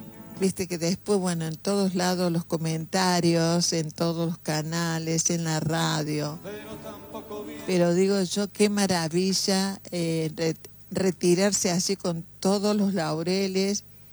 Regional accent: Argentina

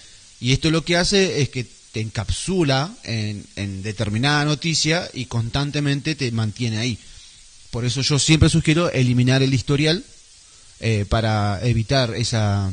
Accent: Santa Fe, Argentina; Como lo de Santa Fe, somos de Unión o Colón.

